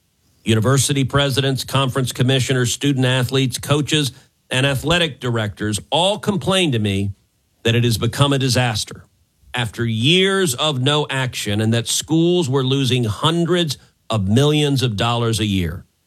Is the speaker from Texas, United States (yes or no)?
yes; Texas, United States; Let's take my home state of Texas. Look, my home state of Texas